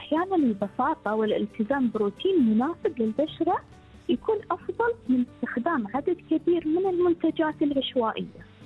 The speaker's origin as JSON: {"language": "Arabic", "country": "Bahrain", "said": "عندنا بالبحرين"}